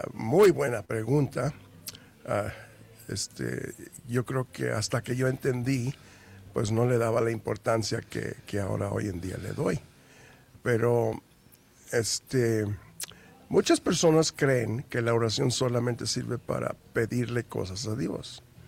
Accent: Puerto Rico; now in Mexico; Hola chicos, yo soy de Puerto Rico, pero ya tengo 50 años aquí en México

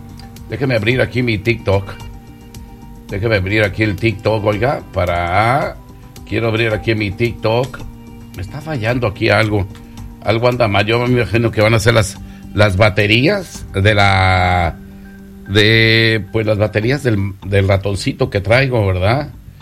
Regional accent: Ciudad Guzmán, Jalisco, Mexico; moved away; el Tala es de mi pueblo, de allá de Ciudad Guzmán, Jalisco.

